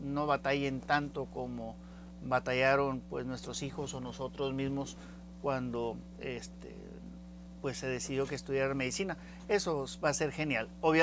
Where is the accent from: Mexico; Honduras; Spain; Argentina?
Mexico; Tamaulipas; A nosotros como tamaulipecos